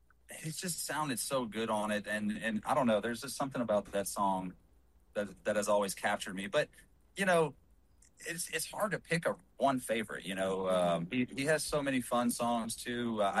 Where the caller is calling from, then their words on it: Louisiana, United States; I'm coming from Louisiana